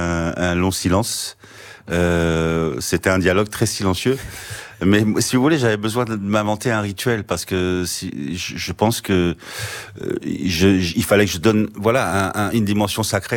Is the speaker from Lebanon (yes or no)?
yes; Lebanon; moved away; en tant qu'Arménien, en tant que Libanais